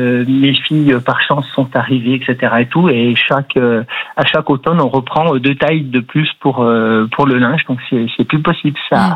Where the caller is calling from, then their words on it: Yenne, Auvergne-Rhône-Alpes, France; Je vous appelle à 30 km de Chambéry. Je vous appelle de Yenne, exactement.